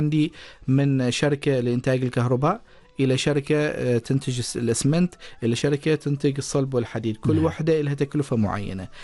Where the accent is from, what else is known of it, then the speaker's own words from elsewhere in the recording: Oman; موجودة عندنا في سلطنة عمان